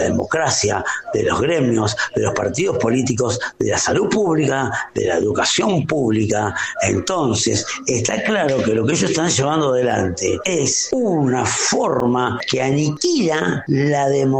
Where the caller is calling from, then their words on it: Argentina; como argentinos